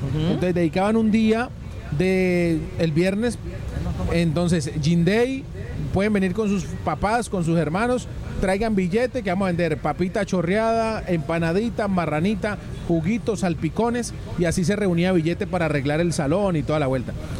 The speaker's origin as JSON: {"language": "Spanish", "town": "Cali", "region": "Valle del Cauca", "country": "Colombia", "said": "pero también necesitamos nosotros como caleños apoyar"}